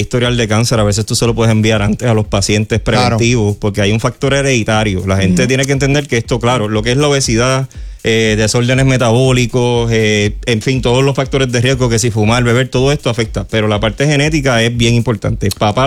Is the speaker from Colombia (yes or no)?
no; Puerto Rico